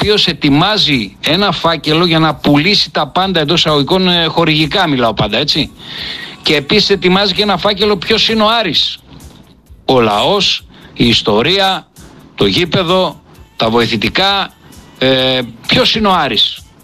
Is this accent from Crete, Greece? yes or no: no; Thessaloniki, Central Macedonia, Greece; σαν Θεσσαλονικιός μιλάω τώρα